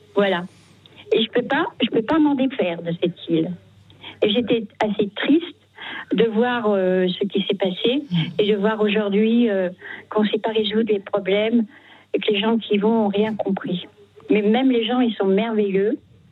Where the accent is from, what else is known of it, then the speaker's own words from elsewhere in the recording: Paris, Île-de-France, France; also born or lived in Corsica; Oui, je suis parisienne d'origine et en fait, avec mon mari, on a décidé de prendre notre retraite dans les Deux-Sèvres, près de la Vendée